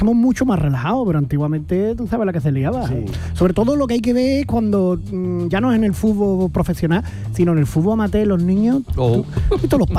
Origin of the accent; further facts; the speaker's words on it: Andalusia, Spain; accent: Andalusian; tú sabes que nosotros ya, sobre todo con nuestro acento, ya el acento es un punto, ¿no?